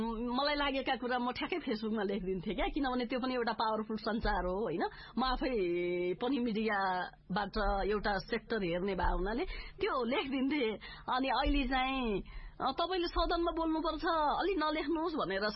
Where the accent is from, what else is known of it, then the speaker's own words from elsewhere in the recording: Dang, Lumbini Province, Nepal; मेरो दाङ देशलाई